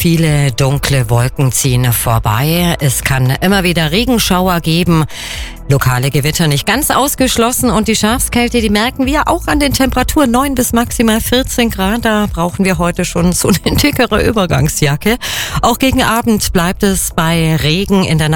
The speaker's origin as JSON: {"language": "German", "region": "Allgäu", "country": "Germany", "said": "wir als Allgäuer"}